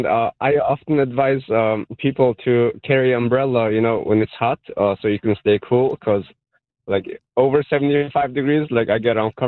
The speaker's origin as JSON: {"language": "English", "region": "Siberia", "country": "Russia", "moved": "yes", "lives_now": "Chicago, United States", "said": "I'm from Siberia originally, so like I can't handle this hot weather."}